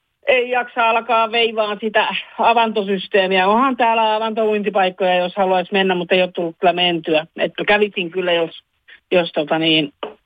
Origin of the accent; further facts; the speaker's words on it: Honkajoki, Satakunta, Finland; mä oon itse Honkajoelta kotoisin